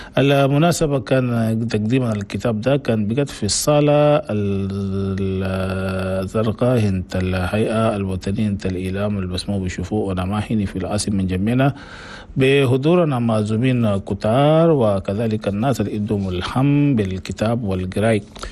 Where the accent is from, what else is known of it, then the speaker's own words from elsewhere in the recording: Chad; أنا بلدنا تشاد.